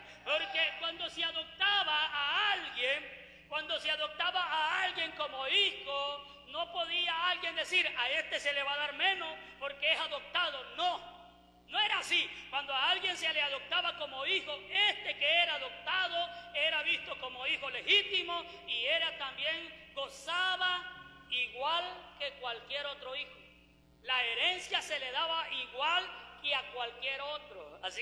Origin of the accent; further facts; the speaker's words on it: Jucuapa, Usulután, El Salvador; yo soy de Jucuapa.